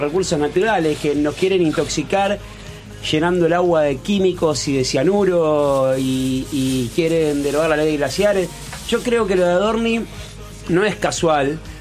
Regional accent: Lanús, Buenos Aires Province, Argentina; En realidad, nací en Capital Federal. Claro. Me crié en Lanús.

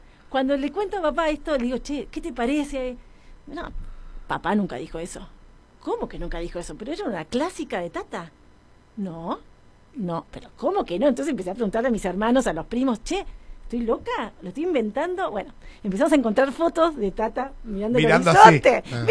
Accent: Azul, Buenos Aires Province, Argentina; como venimos de Azul

